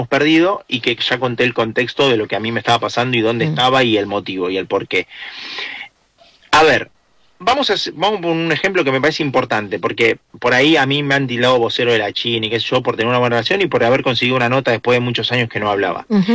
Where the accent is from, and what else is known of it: Argentina